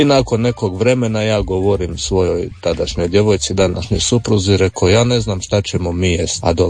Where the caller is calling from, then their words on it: Rijeka, Primorje-Gorski Kotar County, Croatia; a mi smo, evo, iz Rijeke.